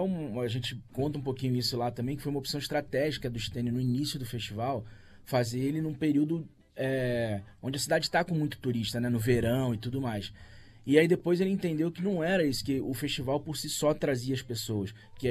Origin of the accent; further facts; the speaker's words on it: Rio de Janeiro, Brazil; born there; also born or lived in Rio das Ostras; Eu, como Paulinho, também sou do Rio, sou carioca de nascimento, mas me considero riostrense, né?